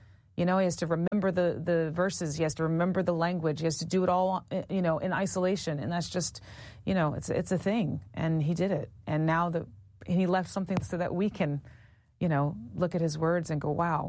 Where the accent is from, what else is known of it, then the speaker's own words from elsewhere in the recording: North Carolina, United States; Yeah, I'm from North Carolina. from a mixed family, mixed black and white, and I know indigenous, you know, back there is kind of a typical Southern story of black, white, and red mixed in sort of indiscriminate ways.